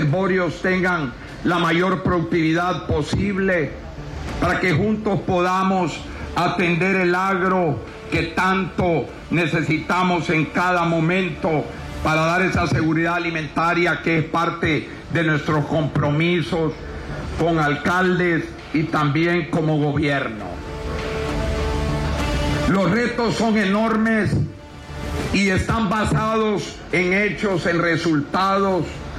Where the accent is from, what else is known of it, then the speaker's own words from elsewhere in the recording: Honduras; Aquí todos somos hondureños